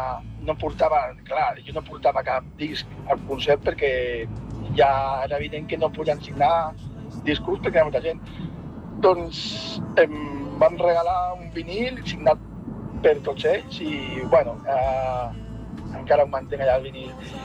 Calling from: El Vendrell, Catalonia, Spain; del Vendrell.

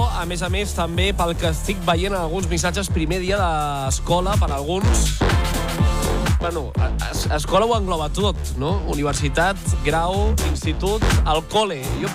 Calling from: Cadaqués, Catalonia, Spain; Hola, Flaixeros … de Cadaqués.

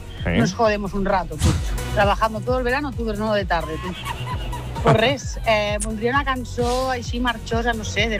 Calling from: Lleida, Catalonia, Spain; soc de Lleida

